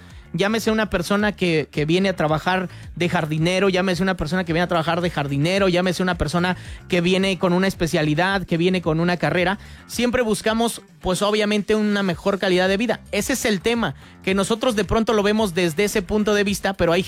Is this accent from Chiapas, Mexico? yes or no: no; Querétaro, Mexico; Estoy, yo soy de Querétaro, jaja.